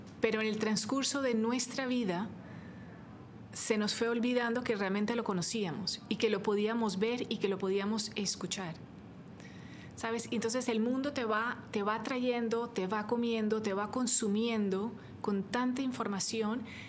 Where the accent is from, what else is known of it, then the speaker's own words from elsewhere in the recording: Colombia; moved away as an adult; now in Miami, United States; colombiana, soy diseñadora de interiores y hago decoración. Vivo aquí en Miami hace 26 años